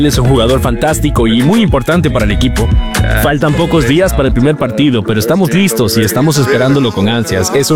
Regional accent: Sweden

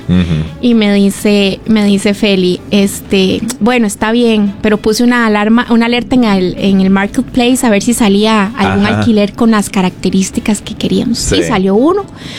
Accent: San José, Costa Rica; moved away as an adult; also born or lived in Los Santos; yo soy de San José, ¿verdad? Uh-huh. Fue que mi esposo es de allá, entonces nos fuimos para allá. Ya teníamos como 7 años de estar allá

